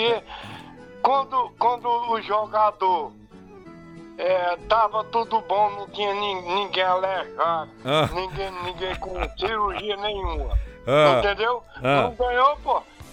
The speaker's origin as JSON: {"language": "Portuguese", "town": "São Bento", "region": "Pernambuco", "country": "Brazil", "tie": "born there", "lives_now": "São Paulo, Brazil", "said": "São Bento, Pernambuco."}